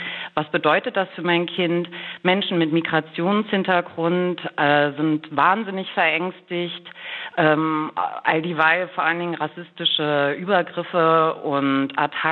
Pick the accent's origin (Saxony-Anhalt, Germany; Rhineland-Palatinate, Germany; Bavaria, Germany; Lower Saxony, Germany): Saxony-Anhalt, Germany; Magdeburg; Tatsächlich komme ich aus Magdeburg und bin hier Theaterschaffende